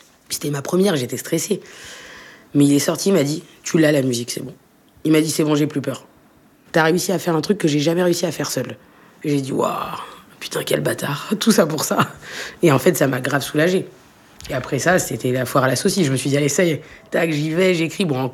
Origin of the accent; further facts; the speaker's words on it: France; Je pense qu'on est français et on est algérien et c'est une force et c'est une richesse